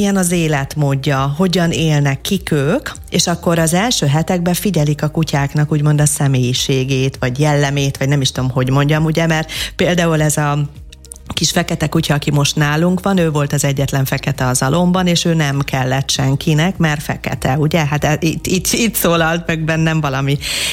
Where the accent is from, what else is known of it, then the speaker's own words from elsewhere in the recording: Transylvania, Romania; gyerekkoromban Erdélyben rengeteg mérges viperával, kígyóval találkoztam